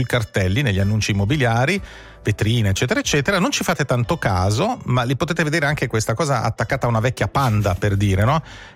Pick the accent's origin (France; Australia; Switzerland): Switzerland; Ticino; dalle nostre parti tende a essere sonora, quindi noi tendiamo a dire vendesi